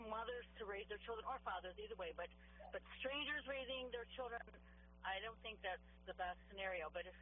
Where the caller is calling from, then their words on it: Oxford, Michigan, United States; It's Oxford, Michigan.